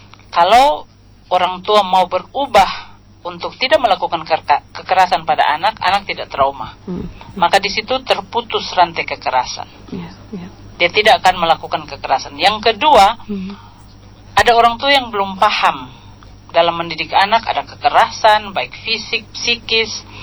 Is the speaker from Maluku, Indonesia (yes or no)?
no; Kupang, East Nusa Tenggara, Indonesia; kalau bahasa kita orang Kupang